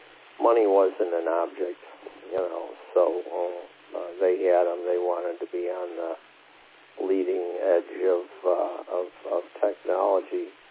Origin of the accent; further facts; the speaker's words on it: Chicago, Illinois, United States; I was born and raised in Chicago in the north suburbs, not too far from Motorola